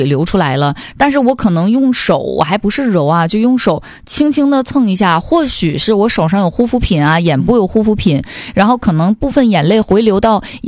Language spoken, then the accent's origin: Chinese; Northeast China, China; accent: Northeastern dialect